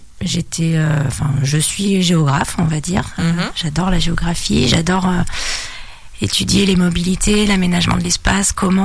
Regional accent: Lyon, Auvergne-Rhône-Alpes, France; Alors moi je suis nouvelle aussi je suis nouvelle dans la Nièvre. Ici je suis lyonnaise et ça fait 10 ans que je suis venue.

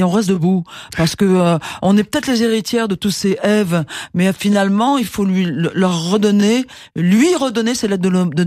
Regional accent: Algiers, Algiers Province, Algeria; born there; moved away; also born or lived in Casablanca, Morocco; je suis d'Afrique du Nord, je suis née à Alger, j'ai vécu à Casablanca

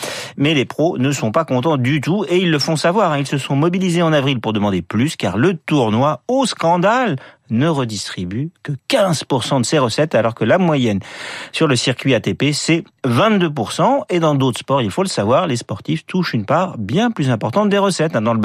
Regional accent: Paris, Île-de-France, France; Je suis parisien.

